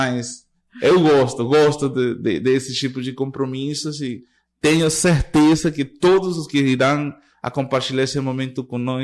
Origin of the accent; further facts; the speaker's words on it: Venezuela; Portuguese is a second language; moved away as an adult; now in Brazil; Eu sou natural da Venezuela, formado no sistema de orquestra da Venezuela, e estou aqui apenas há 2 meses